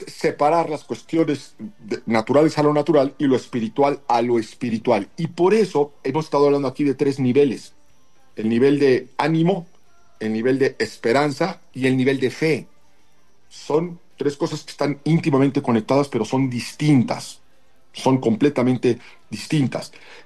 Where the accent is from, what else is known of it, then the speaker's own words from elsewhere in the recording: Mexico; fue un momento que nos une como mexicanos